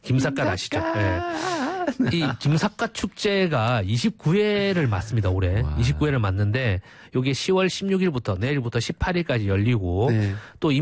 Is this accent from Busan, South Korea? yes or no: yes; Busan, South Korea; 제가 또 이제 원래 집이 부산이지 않습니까?